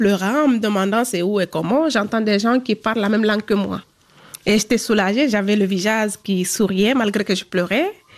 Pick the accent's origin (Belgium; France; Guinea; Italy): Guinea; Parce qu'ici, il y a le calcaire, mais chez nous, en Guinée, il n'y a pas de calcaire.